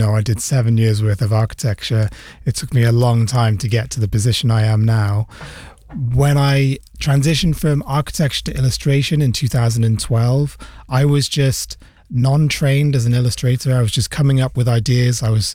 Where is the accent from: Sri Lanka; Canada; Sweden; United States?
Sri Lanka; now in United Kingdom; I mean, growing up in Sri Lanka and coming to the UK